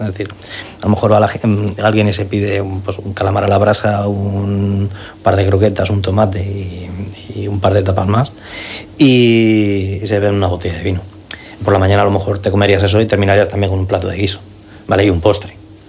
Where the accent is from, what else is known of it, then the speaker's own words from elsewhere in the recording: Madrid, Community of Madrid, Spain; moved away; yo soy de Madrid